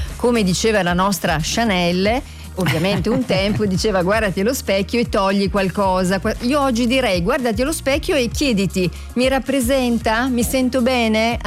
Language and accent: Italian; Emilia-Romagna, Italy; siamo emiliano-romagnole, quindi veniamo da una terra sanguigna.